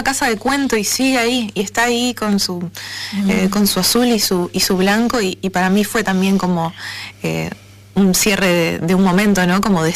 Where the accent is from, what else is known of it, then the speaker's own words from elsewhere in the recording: Boulogne, Buenos Aires Province, Argentina; born there; moved away; Nací en Buenos Aires.